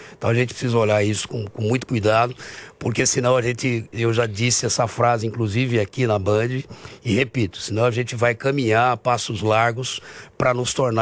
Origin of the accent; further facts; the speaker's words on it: Brazil; Sou brasileiro